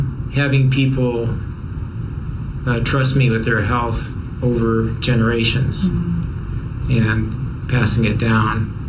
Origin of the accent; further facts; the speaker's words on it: Kansas, United States; So when I grew up in Kansas, our vacation actually was to come to Minnesota fishing.